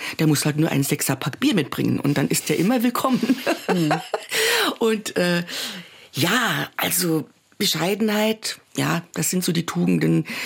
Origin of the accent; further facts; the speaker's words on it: Saarbrücken, Saarland, Germany; born there; Also ich bin sogar tatsächlich in Saarbrücken geboren, weil mein Vater Saarbrücker war, ursprünglich ein Schwabe, aber in Saarbrücken jetzt hier gewohnt hat.